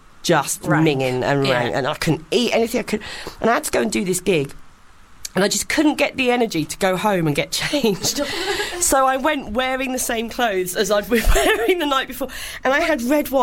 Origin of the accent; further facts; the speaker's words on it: Maidstone, South East England, United Kingdom; Well, a bit of a slag, but I'm from Maidstone, not that much of a slag.